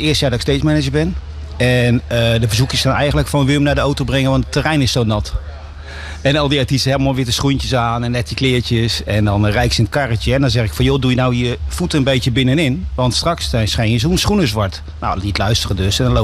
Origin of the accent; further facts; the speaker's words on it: Ruurlo, Gelderland, Netherlands; Ik kom uit Ruurlo en ik help al een aantal jaren met opbouwen.